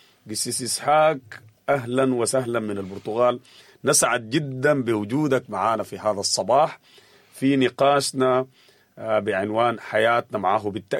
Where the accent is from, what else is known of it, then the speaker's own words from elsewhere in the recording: Sudan; معاناتنا كسودانيين. حقيقي تعبنا من دوامة استمرار الحروب في بلدنا السودان